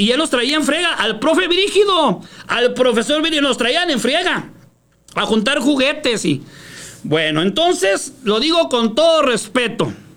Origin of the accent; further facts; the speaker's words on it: Mexico City, Mexico; born there; now in Ciudad Juárez, Mexico; yo nací en la Ciudad de México y viví en la Ciudad de México.